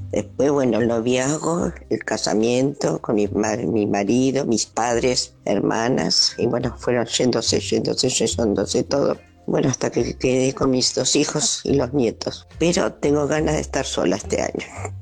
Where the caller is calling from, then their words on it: Lomas de Zamora, Buenos Aires Province, Argentina; de Loma de Zamora.